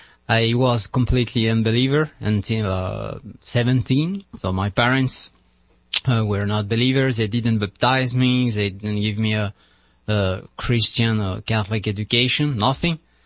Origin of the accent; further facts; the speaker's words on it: France; English is a second language; moved away as an adult; now in United States; So I'm a French friar.